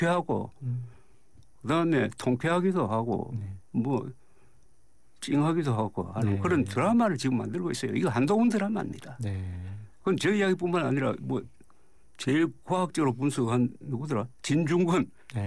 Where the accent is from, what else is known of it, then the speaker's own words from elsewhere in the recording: Busan, South Korea; now in Seoul, South Korea; 제가 부산 출신이지만 출생은 부산이 아니지만 하여튼 부산에서 학교를 다녔으니까 뭐 네. 부산 출신이라고 하기도 하는데